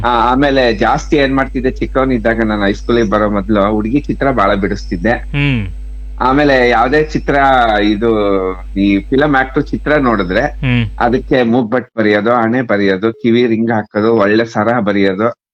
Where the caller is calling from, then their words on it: Shivamogga, Karnataka, India; Vidyanagar, Shivamogga.